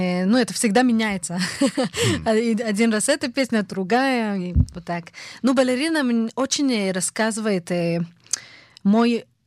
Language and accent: Russian; Petah Tikva, Central District, Israel; also born or lived in Nalchik, Russia; Я родилась в Нальчике, в Кавказе. И всю мою жизнь была в Петахтикве.